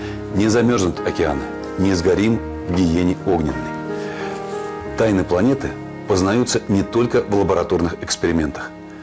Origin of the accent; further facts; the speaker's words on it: Moscow, Russia; как обыватель, опять же, как москвич, как автомобилист